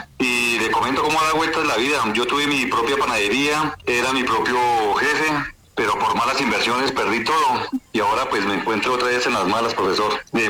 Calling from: La Vega, Cundinamarca, Colombia; lo llamo de La Vega

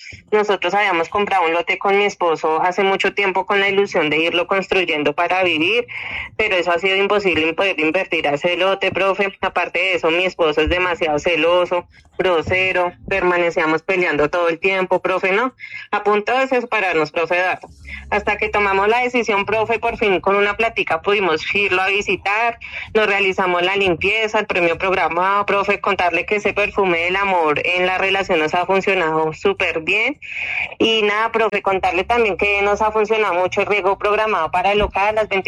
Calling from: San Roque, Antioquia, Colombia; acá de San Roque, Antioquia.

